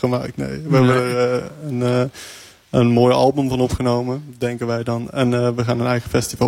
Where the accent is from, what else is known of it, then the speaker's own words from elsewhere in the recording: Eindhoven, North Brabant, Netherlands; Geboren en getogen in Eindhoven.